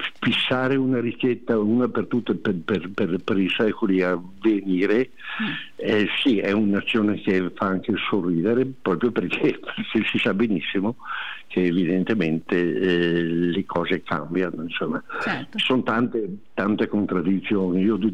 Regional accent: Veneto, Italy

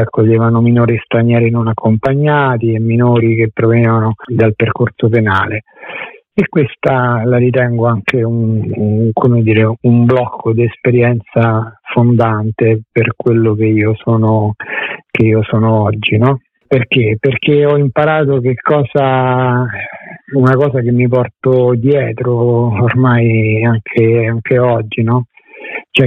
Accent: Rome, Lazio, Italy; born there; io sono nato a Roma nel 1964, quindi parecchio tempo fa, però le mie radici familiari sono proprio qui ad Arquata

